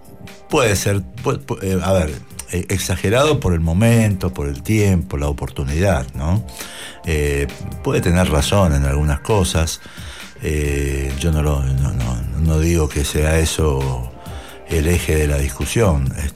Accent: Argentina; nos une como argentinos.

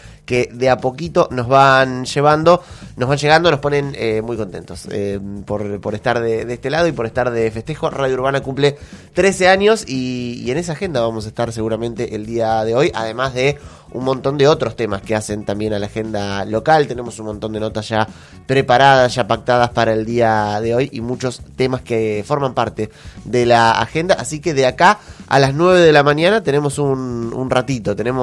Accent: Argentina

